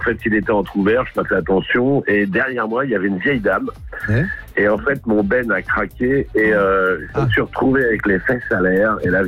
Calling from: Nouvelle-Aquitaine, France; j'habite en Dordogne.

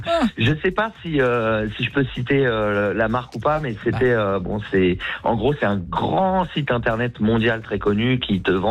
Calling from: Paris, Île-de-France, France; Région parisienne. Ouais, je suis à Paris intramuros.

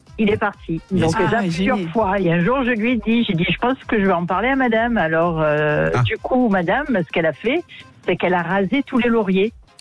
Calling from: Perpignan, Occitanie, France; J'habite à Perpignan

